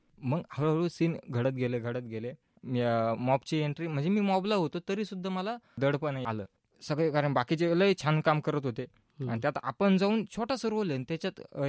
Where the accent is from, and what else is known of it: Ahmednagar, Maharashtra, India